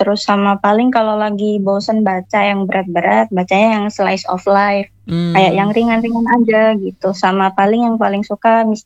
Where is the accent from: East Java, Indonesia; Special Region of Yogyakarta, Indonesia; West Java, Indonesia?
East Java, Indonesia; Saya dari Jawa Timur.